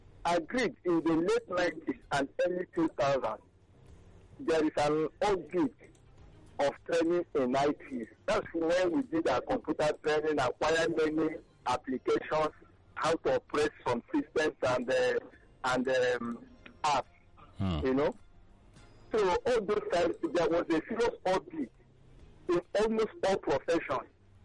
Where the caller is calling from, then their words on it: Nigeria; I'm calling from Eba.